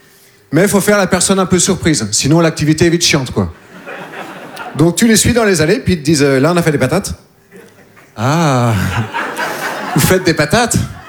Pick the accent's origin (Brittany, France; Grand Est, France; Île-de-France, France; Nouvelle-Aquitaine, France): Nouvelle-Aquitaine, France; Moi, je fais partie de ce qu'on appelle les humoristes de province. Je viens des Deux-Sèvres. Vous connaissez les Deux-Sèvres ? Non ? C'est entre la Vienne et la Vendée.